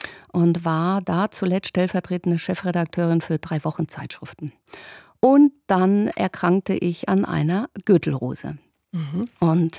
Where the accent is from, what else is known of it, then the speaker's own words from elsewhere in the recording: Münster, North Rhine-Westphalia, Germany; born there; Genau, in Münster, genau.